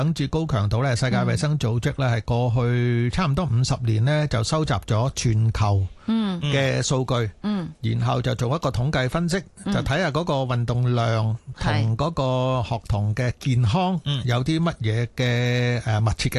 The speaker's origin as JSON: {"language": "Cantonese", "town": "Sai Wan", "region": "Hong Kong Island", "country": "Hong Kong", "tie": "born or raised there", "said": "譬如我小时候呢我就在西环那边长大啦，那我们那个年代呢就会自己落街玩的嘛。"}